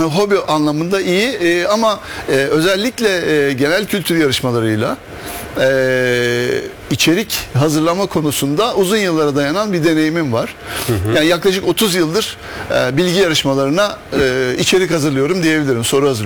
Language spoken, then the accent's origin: Turkish; Adapazarı, Sakarya, Turkey; born there; Emekli bankacıyım. 56 yaşındayım. 1970 Adapazarı doğumluyum.